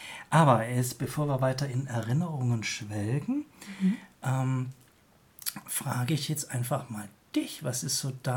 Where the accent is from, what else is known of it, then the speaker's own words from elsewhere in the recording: Baden-Württemberg, Germany; Ich komme selber aus der Nähe von Heidelberg.